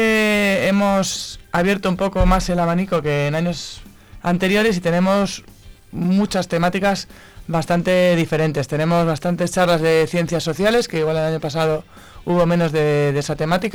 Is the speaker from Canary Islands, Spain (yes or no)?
no; Zamora, Castile and León, Spain; porque en Zamora también somos así, curiosos, ¿no?